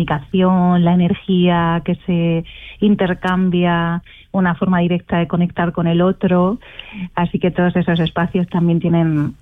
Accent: Spain; soy una madre española

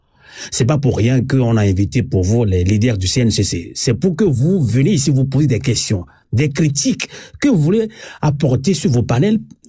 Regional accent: Togo; nous sommes Togolais.

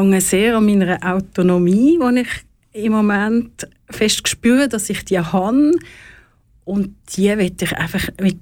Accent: Dübendorf, Zurich, Switzerland; Ich bin in Dübendorf aufgewachsen.

